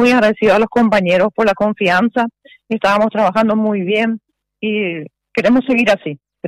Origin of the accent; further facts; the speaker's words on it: Itapúa, Paraguay; vengo del interior de Itapuacutú